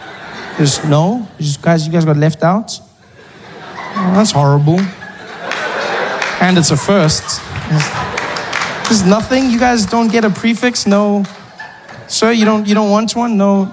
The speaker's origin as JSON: {"language": "English", "country": "South Africa", "said": "I'm from South Africa."}